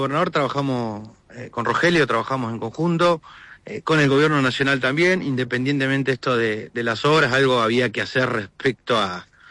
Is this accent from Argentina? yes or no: yes; Gualeguaychú, Entre Ríos, Argentina; born there; Gualeguaychú, ciudad en la que me dio la vida, yo nací en Gualeguaychú.